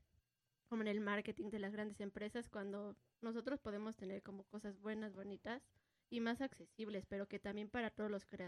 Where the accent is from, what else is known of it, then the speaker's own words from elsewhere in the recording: Ecatepec, State of Mexico, Mexico; born there; yo estaba chiquita cuando eso aconteció, fue que en Sábado de Gloria, sí teníamos de verdad Sábados de Gloria ahí en Ecatepec